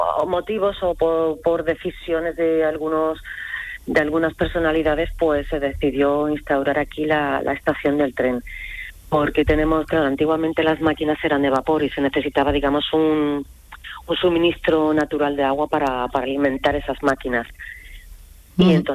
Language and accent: Spanish; Andalusia, Spain; Ah, pues mi pueblo para mí es muy bonito, muy llanito, muy acogedor. Es un pueblo pequeñito, pero muy grande de corazón.